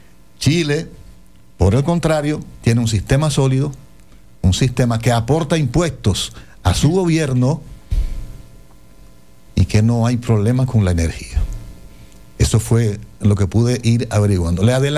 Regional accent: Dominican Republic; nosotros los dominicanos

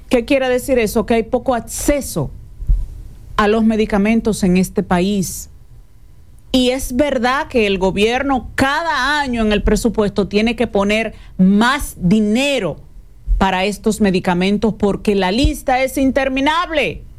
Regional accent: Dominican Republic

